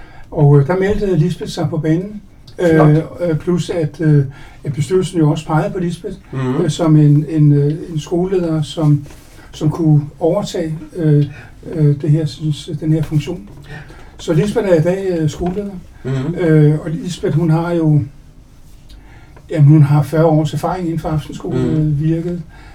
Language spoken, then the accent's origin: Danish; Brøndby, Capital Region of Denmark, Denmark; Og jeg kommer fra Brøndby, og aktiv i Brøndby